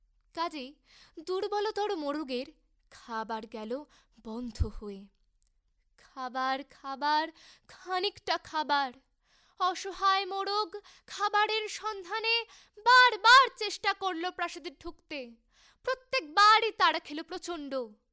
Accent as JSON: {"language": "Bangla", "town": "Gazole", "region": "West Bengal", "country": "India", "said": "আমি মালদা জেলার গাজল থেকে এসেছি।"}